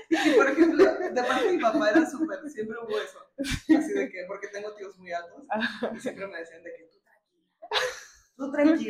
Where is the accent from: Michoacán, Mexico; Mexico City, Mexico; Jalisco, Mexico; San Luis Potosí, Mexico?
Jalisco, Mexico; Lagos de Moreno; y estaba creciendo en Lagos de Moreno.